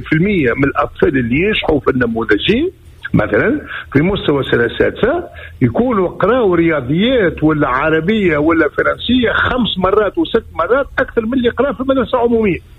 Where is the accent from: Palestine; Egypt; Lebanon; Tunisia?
Tunisia; احنا عندنا في تونس